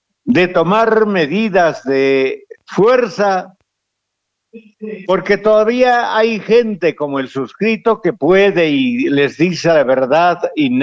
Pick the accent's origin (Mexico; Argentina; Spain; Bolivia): Bolivia; ¿qué somos, y aquí me incluyo, qué somos los bolivianos